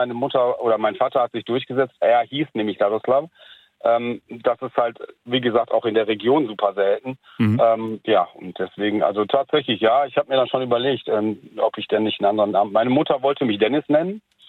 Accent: Serbia; Das ist aus dem Balkan, sprich es gibt tatsächlich Kroaten, die so heißen. Ich bin selber Serbe und es gibt also serbischstämmig

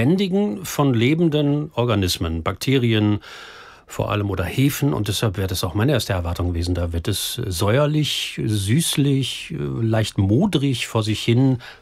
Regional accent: North Rhine-Westphalia, Germany; Ich bin ein Kind des Reviers, werde ich ja nicht müde zu erzählen.

